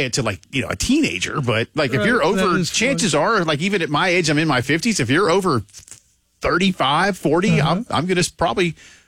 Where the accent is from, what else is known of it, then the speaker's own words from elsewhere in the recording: the South, United States; moved away; I'm a Southerner, and I'm mm-hmm. in my 20s.